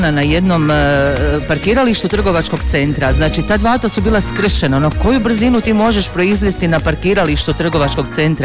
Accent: Croatia; stranci dok dođu kod nas u Hrvatsku, ostanu iznenađeni načinom vožnje nas Hrvata.

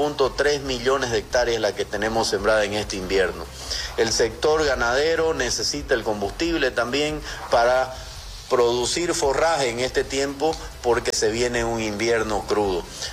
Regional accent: Bolivia; nos hace falta como bolivianos.

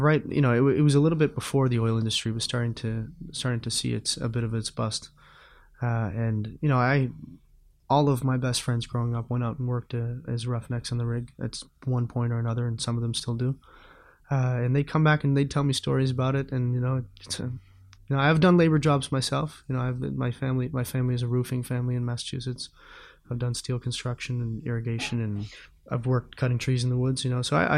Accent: Sydney, Nova Scotia, Canada; and then subsequently the steel factory in Sydney in my hometown shut down

